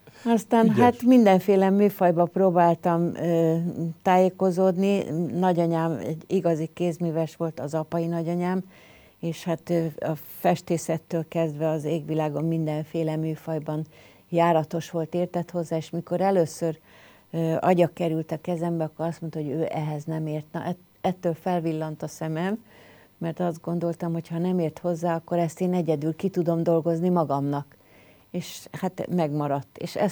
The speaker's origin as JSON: {"language": "Hungarian", "region": "Budapest", "country": "Hungary", "tie": "born or raised there", "said": "Az édesapám szülei azok budapestiek. A édesanyámnak a szülei nem, de már édesanyám is Budapesten született."}